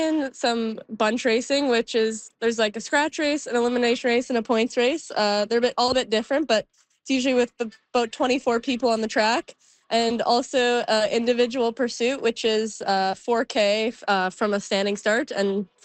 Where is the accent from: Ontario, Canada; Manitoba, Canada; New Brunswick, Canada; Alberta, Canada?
New Brunswick, Canada; Fredericton; born there; I was born in Fredericton and my mom is from Nova Scotia. So got some East Coast roots.